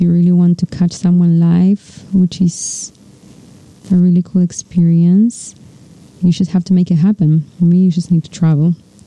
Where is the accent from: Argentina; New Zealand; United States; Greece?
Argentina; moved away; I am from Argentina